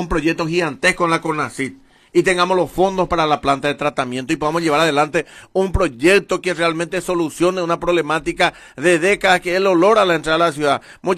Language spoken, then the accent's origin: Spanish; Carapeguá, Paraguarí, Paraguay